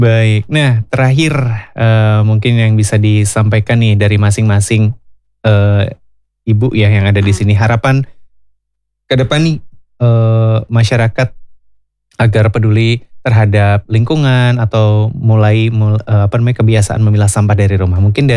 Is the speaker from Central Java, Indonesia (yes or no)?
yes; Banyumas, Central Java, Indonesia; kita sebagai warga Banyumas